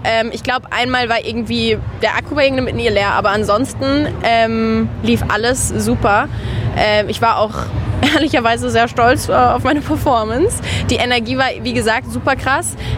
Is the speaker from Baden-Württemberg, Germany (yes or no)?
yes; Karlsruhe, Baden-Württemberg, Germany; Ich komme aus Karlsruhe, das sind dann 1,5 Stunden.